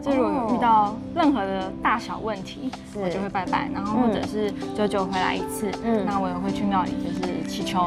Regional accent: Changhua County, Taiwan; 欢迎来到彰化，我的故乡。

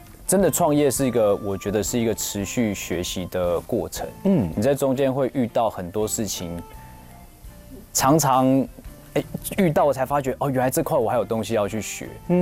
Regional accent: Taiwan; 我觉得在台湾长大

